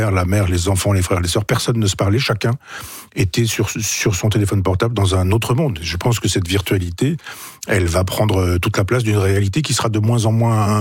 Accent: Chambois, Normandy, France; y a une cellule à Chambois, qui est mon village natal.

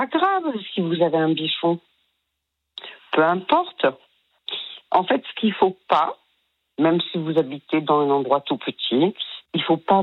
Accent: Le Tampon, Réunion; Après, voilà, le hasard, c'est que je suis réunionnaise.

